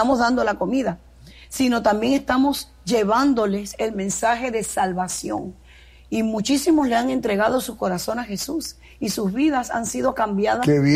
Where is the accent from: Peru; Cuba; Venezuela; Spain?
Cuba; soy cubana igual que tú.